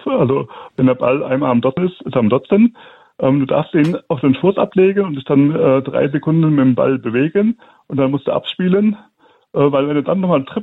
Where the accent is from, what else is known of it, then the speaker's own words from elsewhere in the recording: Bavaria, Germany; now in Messel, Germany; Ich bin 2019 nach Messel gezogen, aus Bayern gekommen und war relativ neu im Rollstuhl